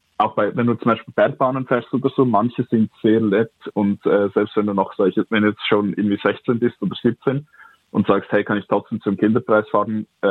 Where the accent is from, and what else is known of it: Lucerne, Switzerland; now in Zürich, Switzerland